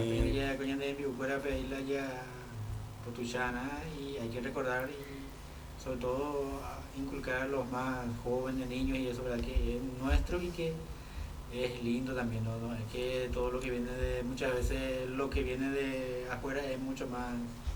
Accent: Paraguay; nosotros como paraguayos tenemos mucha cultura

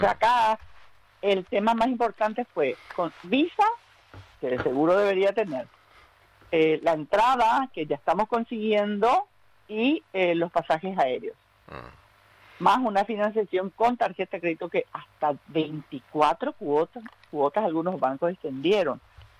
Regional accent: Paraguay; Y hablo como paraguaya, por eso hablo en plural.

